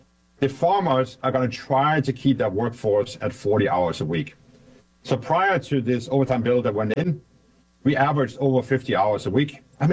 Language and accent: English; Denmark; I grew up in Denmark.